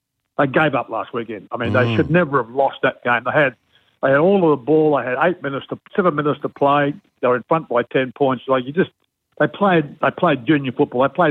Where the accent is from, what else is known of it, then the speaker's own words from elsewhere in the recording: Brisbane, Queensland, Australia; born there; And Perth, but Brisbane, because I was born in Brisbane. I don't tell many people about that either, Murray.